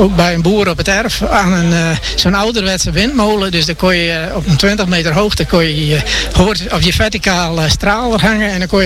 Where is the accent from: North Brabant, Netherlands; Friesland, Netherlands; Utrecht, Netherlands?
Friesland, Netherlands; Hantumhuizen; Handomhuizen, nou, dat ligt 7 kilometer boven Dokkum. Dus vlakbij Wierum, Holwert, tegen de Zeedijk aan.